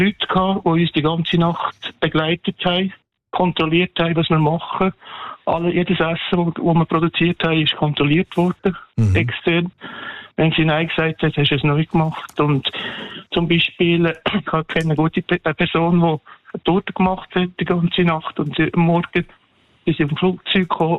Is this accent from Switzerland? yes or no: yes; Bern, Switzerland; Ja, aber, ich bin Berner von mir gehört, also mit einem leichten Akzent und bin Langnau-Fan.